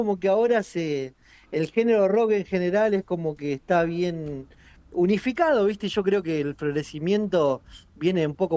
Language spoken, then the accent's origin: Spanish; San Nicolás, Buenos Aires Province, Argentina; born there; now in Rosario, Argentina; yo por ahí no soy rosarino, hace 12, 13 años que vivo acá en Rosario, o sea, yo nací en San Nicolás, acá una ciudad bastante cerca, 70 kilómetros